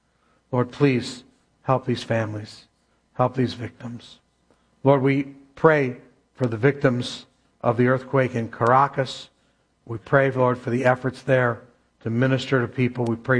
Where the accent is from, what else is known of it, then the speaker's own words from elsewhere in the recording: Keene, New Hampshire, United States; born there; I was born in Keene, New Hampshire. If you've ever been to Camp Spofford, about 5 miles from Camp Spofford.